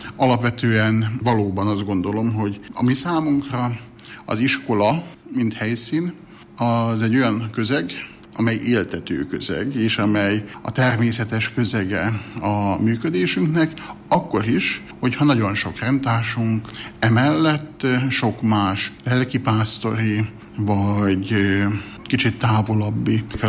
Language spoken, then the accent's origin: Hungarian; Szeged, Csongrád-Csanád, Hungary; attól, hogy szegedi vagyok